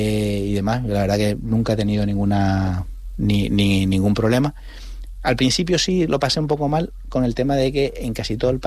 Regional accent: Canary Islands, Spain; moved away; como canario me gustaba

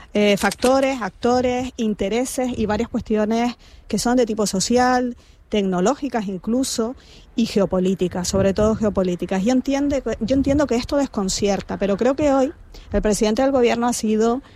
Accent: Spain; con Ceuta estamos todos los que somos españoles, por lo menos españoles de bien

